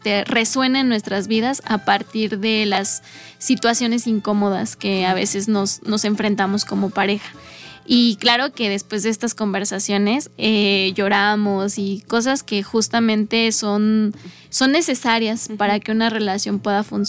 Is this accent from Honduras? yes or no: no; Mexico City, Mexico; moved away as an adult; now in San Luis Potosí, Mexico; Nuestro primer año aquí lo cumplimos aquí en San Luis Potosí, porque nosotros somos originarios de la Ciudad de México.